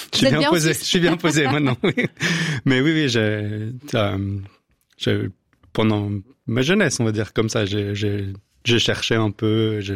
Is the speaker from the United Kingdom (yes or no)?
yes; United Kingdom; now in France; j'ai grandi en Angleterre, donc c'est mon... Quand je rentre au UK, je suis à la maison. Donc c'est là où j'ai passé mon enfance.